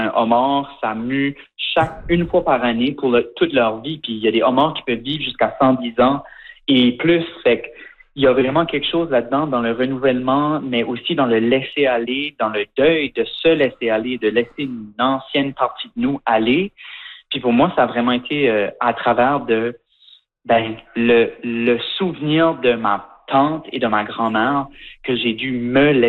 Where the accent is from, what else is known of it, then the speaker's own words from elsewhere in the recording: Shediac, New Brunswick, Canada; now in Montreal, Canada; Puis tu sais, moi j'ai grandi à Shediac au Nouveau-Brunswick.